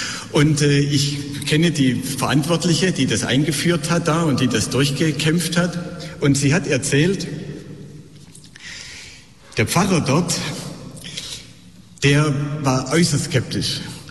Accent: Stuttgart, Baden-Württemberg, Germany; In Stuttgart, meiner Heimatstadt, da hat man eingeführt Night Fever.

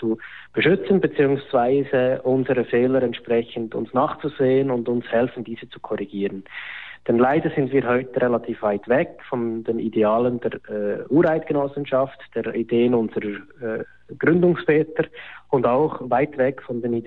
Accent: Switzerland; Wir sagen zwar alle, wir sind Schweizer

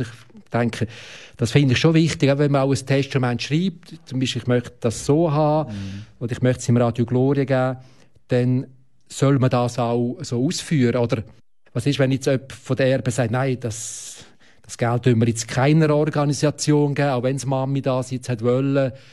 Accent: Switzerland; Das heisst, wir als Schweizer, unsere Gesellschaft, tut für die Zukunft Vorsorge.

